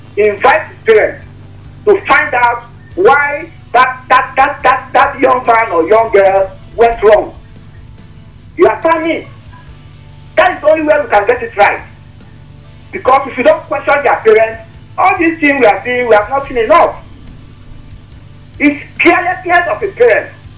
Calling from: Nigeria; our country called Nigeria

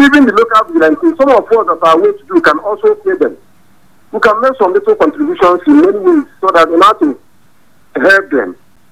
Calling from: Nigeria; I say this is … calling from Serindada.

